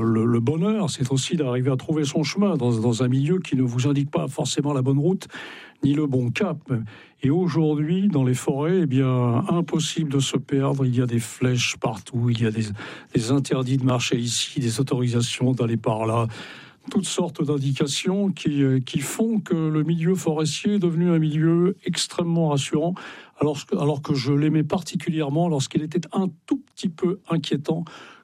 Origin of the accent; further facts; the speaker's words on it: Brittany, France; Mais Pas simplement parce que je suis breton, également parce que les îles sont absolument fascinantes.